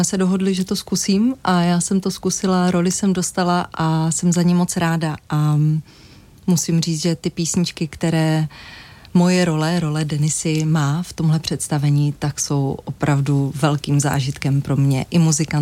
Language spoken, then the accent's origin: Czech; Ostrava, Moravian-Silesian Region, Czechia; já jsem Ostravačka